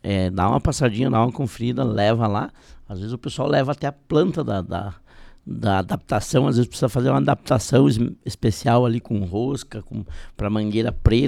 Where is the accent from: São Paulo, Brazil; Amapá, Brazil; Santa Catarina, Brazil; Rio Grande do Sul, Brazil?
Rio Grande do Sul, Brazil; now in Paraná, Brazil; eu sou gaúcho também, aqui na nossa região